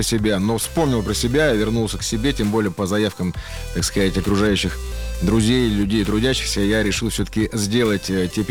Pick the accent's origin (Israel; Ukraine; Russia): Russia; Siberia; мы везде подчеркиваем, что мы сибиряки.